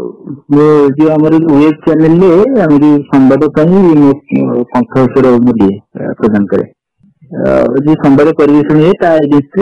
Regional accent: Kishore Nagar, Odisha, India; ଆମ ଗାଁ ହେଲା କିଶୋର ନଗର କଟକ।

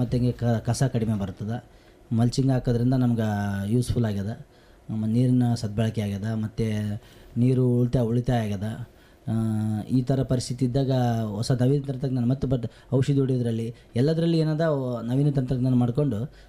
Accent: Karnataka, India; ನಮ್ಮದು ಪಲ್ಕಂದೊಡ್ಡಿ ಗ್ರಾಮ. … ನಮ್ಮದು ಪಲ್ಕಂದೊಡ್ಡಿ ಗ್ರಾಮ, ಇಲ್ಲಿ ಎರ್ಮರ್ಸ್ ಕ್ಯಾಂಪ್ ಹತ್ರ ಬರುತ್ತದೆ, ರಾಯಚೂರು ತಾಲೂಕಲ್ಲಿ ಬರುತ್ತದೆ. ನಾವು ಮೂಲತಃ ನಮ್ಮದು ಕೃಷಿ ಕುಟುಂಬ.

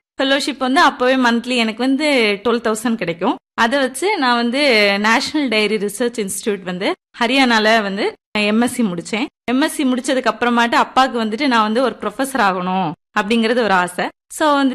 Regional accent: Kanyakumari district, Tamil Nadu, India; நான் வந்துட்டு இளந்தேடுத்தட்டுங்கிற கன்னியாகுமரி மாவட்டத்துல இளந்தேடுத்தட்டுங்கிற கிராமத்துல பிறந்தேன்.

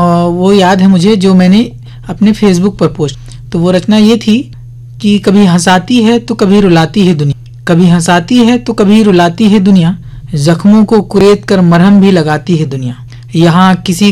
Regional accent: Ambikapur, Chhattisgarh, India; और मैं माँ हमाया नगरी अंबिकापुर सरगुजा छत्तीसगढ़ का निवासी हूँ।

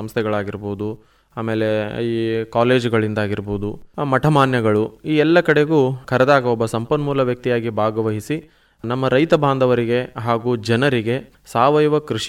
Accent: Manuguli, Karnataka, India; ವಿಜಯಪುರ ಜಿಲ್ಲೆಯ ಬಸವನ ಬಾಗೇವಾಡಿ ತಾಲೂಕಿನ ಮನುಗುಳಿ ಪಟ್ಟಣದ ಒಬ್ಬ ಸಾವಯವ ಕೃಷಿಕ ಮತ್ತು ಸಾವಯವ ಕೃಷಿ ತರಬೇತಿದಾರ ಕೂಡ.

